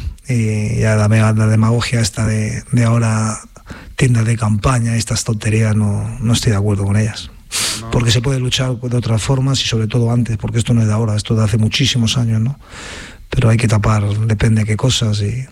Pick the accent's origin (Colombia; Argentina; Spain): Spain; Madrid, Community of Madrid; Soy de Aluche, porque me he criado en mi barrio, que estoy muy orgulloso.